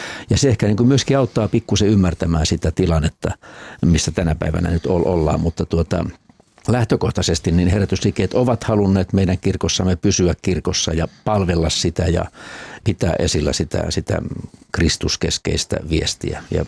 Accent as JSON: {"language": "Finnish", "region": "South Ostrobothnia", "country": "Finland", "tie": "born there", "said": "siellä mun omilla synnyin sijoilla Etelä-Pohjanmaalla, miten siellä herätysliikkeet on muokanneet sitä ihan paikallisseurakuntaelämää"}